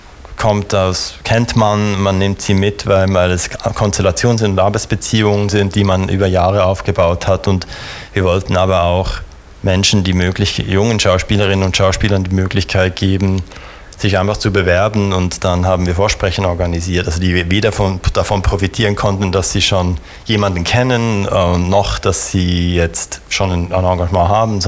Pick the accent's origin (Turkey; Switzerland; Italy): Switzerland; now in Düsseldorf, Germany; für mich als Schweizer